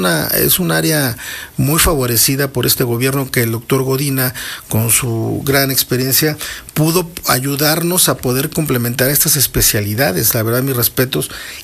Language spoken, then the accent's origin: Spanish; Mexico; como buenos mexicanos somos, y me incluyo también